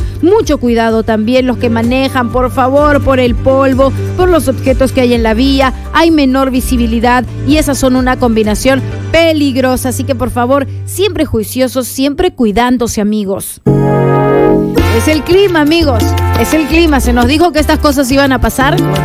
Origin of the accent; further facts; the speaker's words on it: Peru